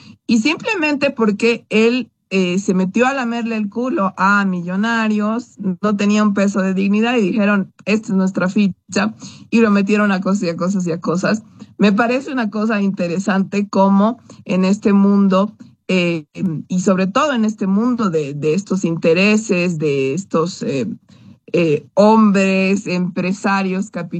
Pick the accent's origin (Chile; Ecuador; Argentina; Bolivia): Bolivia; aquí a Bolivia